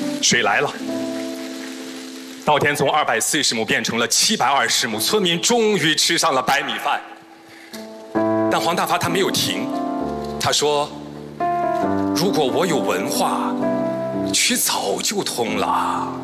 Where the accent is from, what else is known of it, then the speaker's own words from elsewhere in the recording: Guizhou, China; 因为我们贵州人天生敢闯敢拼，